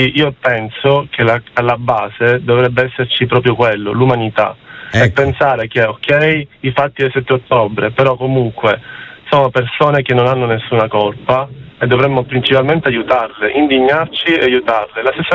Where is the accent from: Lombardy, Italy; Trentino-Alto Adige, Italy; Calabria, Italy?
Lombardy, Italy; Monza; accent: Sicilian; Anch'io sono di Monza, anche se non ho quell'accento lì, però sì, sto...